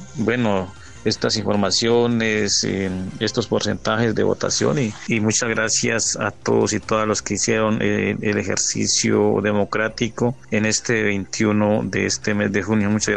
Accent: Colombia; somos colombianos

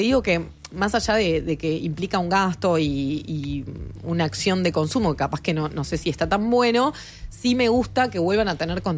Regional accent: Uruguay; si bien soy de aquí, de Ciudad Vieja.

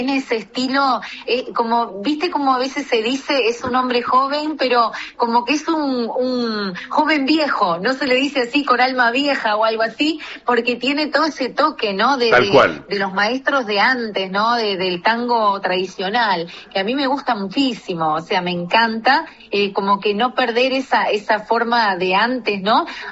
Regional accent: Santa Lucía, Canelones, Uruguay; moved away as an adult; now in Montevideo, Uruguay; De Santa Lucía, mi querida ciudad

